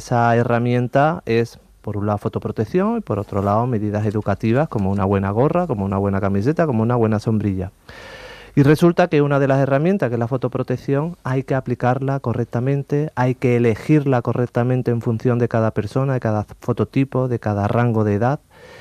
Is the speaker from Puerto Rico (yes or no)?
no; Andalusia, Spain; Pues al final somos andaluces, estamos la comunidad que más horas de sol tenemos en España.